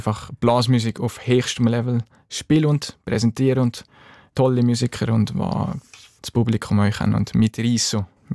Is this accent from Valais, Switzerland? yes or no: yes; Grächen, Valais, Switzerland; Grächen ist und bleibt meine Heimat, wenn man in Bergo, wo so ein kleiner, schöner Bergdorf aufgewachsen ist. Die Heimat, das verliert man nie und ich habe da so tolle Zeit, Jugendzeit erlebt.